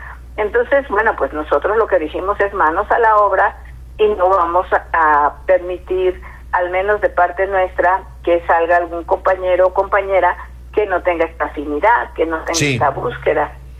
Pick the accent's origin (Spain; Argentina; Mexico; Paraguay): Mexico; also born or lived in Mexico City; El cariño por mi tierra, estar en mi pueblo, caminar mi estado